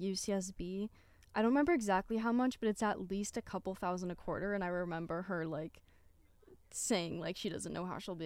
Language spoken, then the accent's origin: English; Santa Barbara, California, United States; moved away; First of all, we're from Santa Barbara. We both are, not just you.